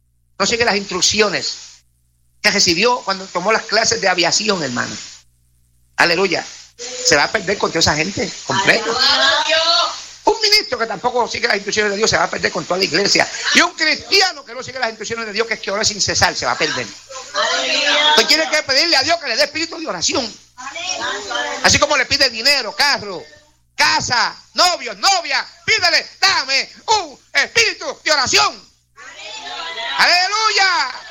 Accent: Puerto Rico; moved away; Antes era Puerto Rico.

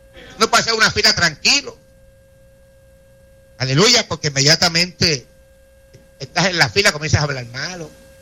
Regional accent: Corozal, Puerto Rico; moved away; allá en Puerto Rico, en mi pueblo, Corozal, Puerto Rico

